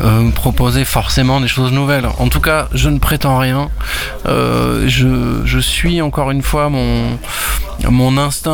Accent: Occitanie, France; born there; Moi, je suis né dans le Lot

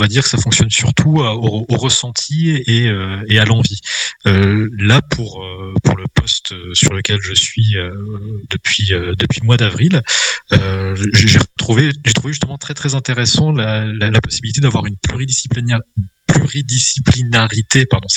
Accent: Grand Est, France; moved away as an adult; now in Quimper, France; d'avoir une expérience hors du Grand Est, puisque je suis originaire de là-bas et que j'ai surtout exercé dans cette région-là

